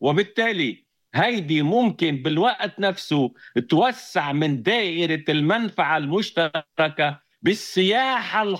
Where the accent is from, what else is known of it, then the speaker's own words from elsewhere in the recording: Lebanon; moved away as an adult; now in Russia; أنا مثلا على سبيل الافتراض بلبنان، عندما كنت لبنان قبل أن أترك لبنان وأنتقل نهائيا لروسيا، أنا مواطن روسي لبناني، أسست البيت اللبناني الروسي